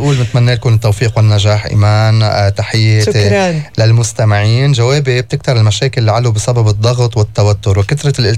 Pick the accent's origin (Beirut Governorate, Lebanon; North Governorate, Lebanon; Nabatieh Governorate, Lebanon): Beirut Governorate, Lebanon; Beirut; تفضلوا على الوليمة يا جماعة نحن من بيروت نعمل ولائم